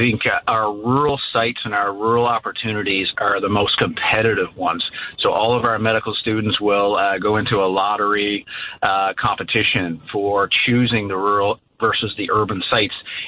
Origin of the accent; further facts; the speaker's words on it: Tollengate, Newfoundland and Labrador, Canada; growing up in a small town and in Tollengate, giving back to my hometown and the people there that I grew up with and know so well.